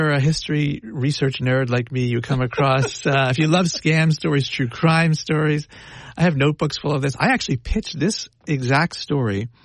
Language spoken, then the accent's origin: English; New York, United States; I'm from New York.